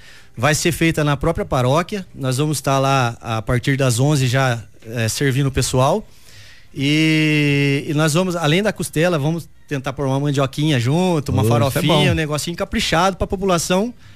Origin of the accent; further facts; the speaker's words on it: Avaré, São Paulo, Brazil; eu sou de Avaré mesmo.